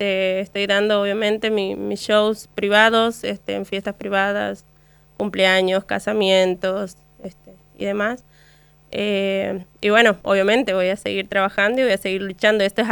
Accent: Santiago del Estero, Argentina; soy la única santiagueña que está ahí

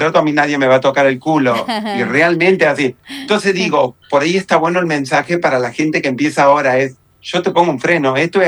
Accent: Bandera, Santiago del Estero, Argentina; moved away as an adult; Soy de Bandera, Santiago del Estero.

